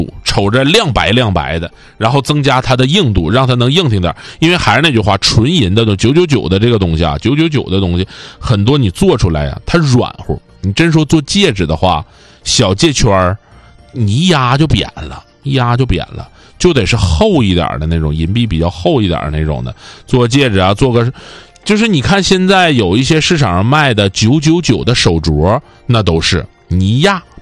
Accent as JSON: {"language": "Chinese", "region": "Northeast China", "country": "China", "accent": "Northeastern dialect", "said": "我们东北话这个憋度啊，我不知道南方朋友能不能听懂啊"}